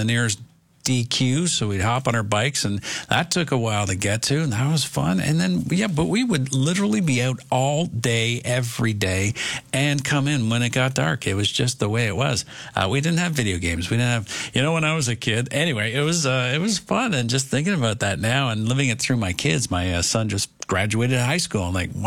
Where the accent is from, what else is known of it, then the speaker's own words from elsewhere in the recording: Toronto, Ontario, Canada; thinking back where I grew up in the West End of Toronto, and we were near the Humber River.